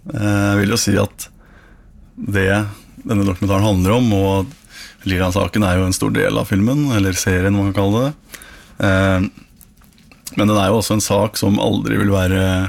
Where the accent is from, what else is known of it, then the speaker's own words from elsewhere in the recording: Fredrikstad, Østfold, Norway; Og så er jeg født og oppvokst i Fredrikstad